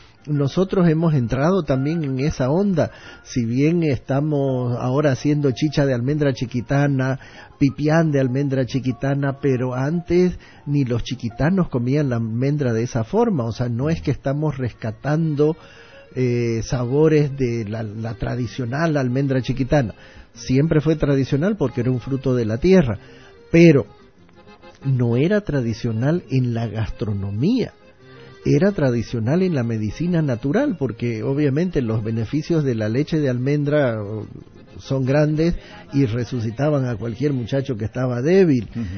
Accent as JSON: {"language": "Spanish", "region": "Santa Cruz", "country": "Bolivia"}